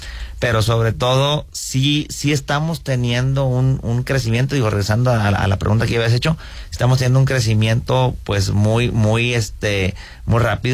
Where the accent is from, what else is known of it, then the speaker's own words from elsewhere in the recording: Piedras Negras, Coahuila, Mexico; now in Saltillo, Mexico; yo soy originario de Piedras Negras